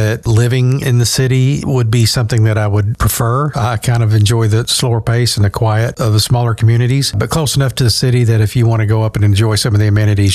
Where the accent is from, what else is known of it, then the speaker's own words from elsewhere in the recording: New Madrid, Missouri, United States; moved away as an adult; now in Bay City, United States; I was born and raised in Missouri. I am from a small town in southeast Missouri of New Madrid, famous for our earthquake faults. But yes, I spent a good deal of my life in southeast Missouri, and then the previous 20 years in central Missouri.